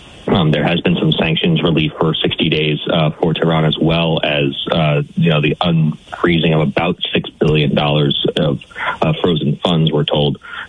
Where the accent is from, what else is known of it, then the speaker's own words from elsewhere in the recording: Maryland, United States; Yeah, Maryland, my home state.